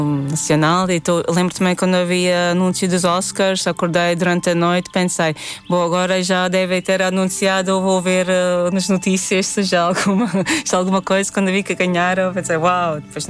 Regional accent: Madona, Madona Municipality, Latvia; now in Portugal; em Madona, na minha cidade natal.

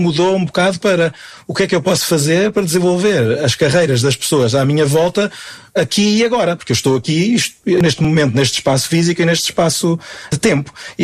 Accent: Portugal; Sim, ainda sou português.

